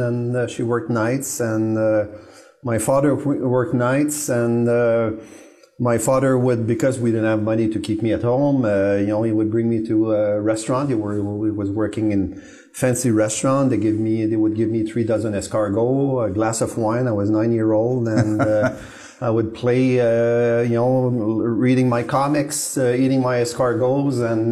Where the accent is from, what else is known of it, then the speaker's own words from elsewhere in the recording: Laval, Quebec, Canada; So I grew up in Laval, Saint-Vincent-de-Paul.